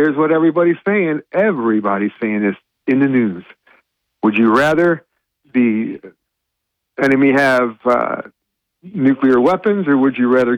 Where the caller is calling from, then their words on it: Binghamton, New York, United States; Good morning, it's … from Binghamton.